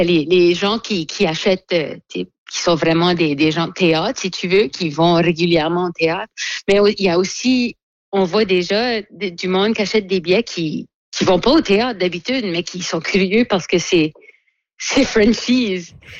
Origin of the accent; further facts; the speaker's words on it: Dieppe, New Brunswick, Canada; now in Shediac, Canada; Là, moi, j'ai grandi à Dieppe.